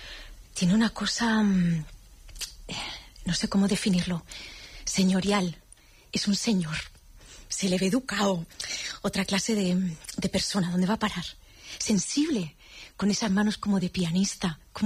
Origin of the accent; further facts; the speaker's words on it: Spain; Aunque yo soy española. O sea, seguramente nací aquí y además me adoptaron de pequeña.